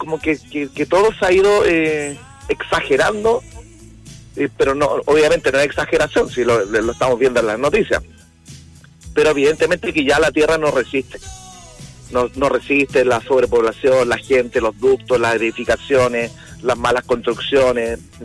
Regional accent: Santiago, Santiago Metropolitan Region, Chile; Yo nací, me crié en Santiago

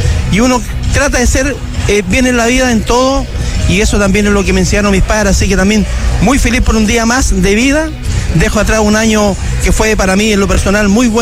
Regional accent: Tocopilla, Antofagasta, Chile; born there; moved away; allá en Tocopilla, en mi tierra, donde está toda mi familia, donde están las raíces de mis padres, de mi madre

